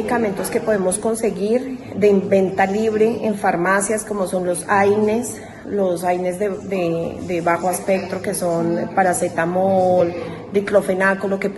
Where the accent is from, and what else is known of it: Colombia; now in Tijuana, Mexico